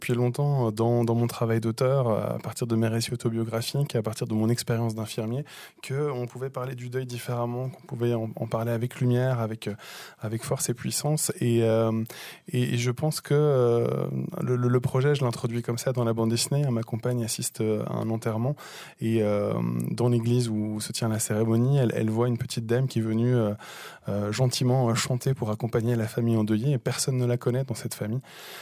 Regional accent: Belgium; je suis belge

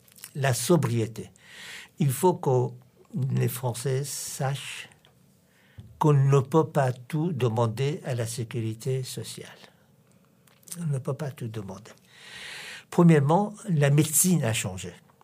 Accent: Iran; French is a second language; now in France; il y a des Français d'origine breton, des Français d'origine corse, mais je suis un Français d'origine iranien.

